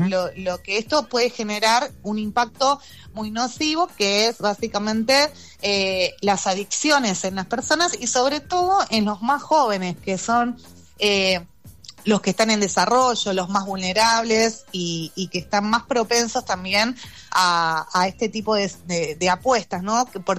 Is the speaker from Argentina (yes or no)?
yes; Argentina; a nosotros como argentinos y argentinas